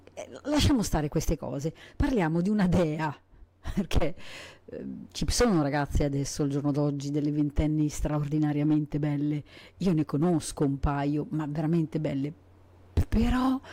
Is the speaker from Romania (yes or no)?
no; Argentina; Italian is a second language; now in Italy; che sono malinconica, sono argentina, sono una migrante, sono solo triste